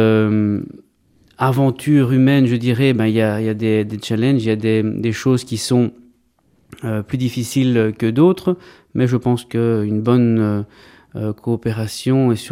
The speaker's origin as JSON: {"language": "French", "town": "Brussels", "region": "Brussels-Capital Region", "country": "Belgium", "tie": "born or raised there", "also_born_or_lived": "Greece"}